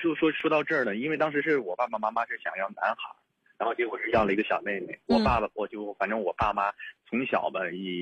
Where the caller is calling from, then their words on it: Dalian, Liaoning, China; 我是大连的听众